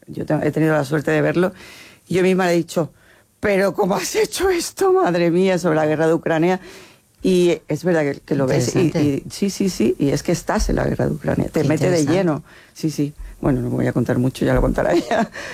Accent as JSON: {"language": "Spanish", "town": "Conil de la Frontera", "region": "Andalusia", "country": "Spain", "tie": "born or raised there", "said": "Sí, sí, yo soy de Conil."}